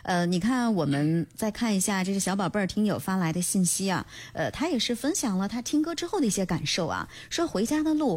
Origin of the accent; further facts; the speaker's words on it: Linfen, Shanxi, China; 那我们听到的就是为我们家乡所创造的歌曲啊，就像